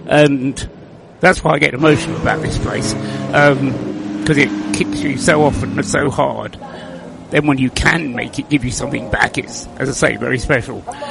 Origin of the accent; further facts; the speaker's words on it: England, United Kingdom; as English people